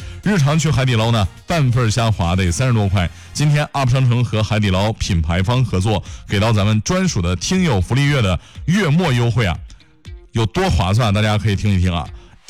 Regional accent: China; 我们中国人

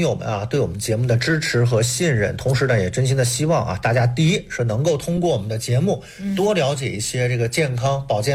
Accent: Henan, China

